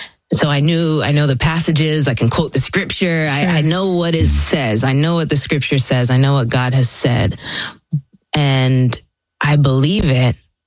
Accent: Orlando, Florida, United States; also born or lived in Philippines; I was born in the Philippines, like I said, but raised here in Orlando, not too far from here.

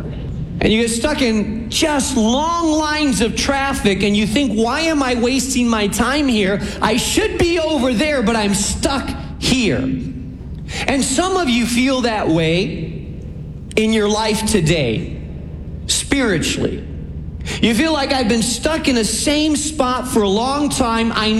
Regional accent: Chicago, Illinois, United States; I mean, we're from Chicago, so we've all experienced in the middle of a bad winter how your car gets stuck in an alley or in a parking space

